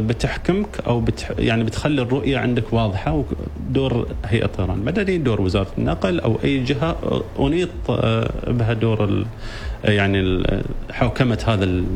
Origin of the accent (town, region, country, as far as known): Oman